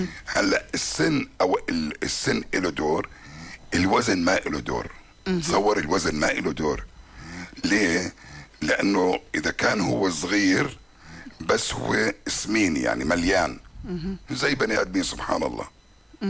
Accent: Jordan; أصل الجميد عندنا بالأردن من الكرك

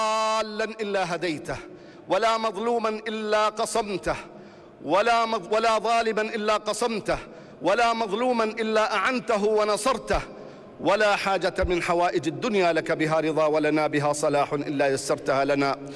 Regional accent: Jordan; بلدنا الأردن

